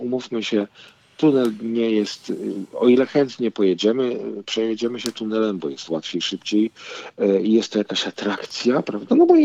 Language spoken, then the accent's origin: Polish; Świnoujście, West Pomeranian Voivodeship, Poland; ja wychowałem się w Świnoujściu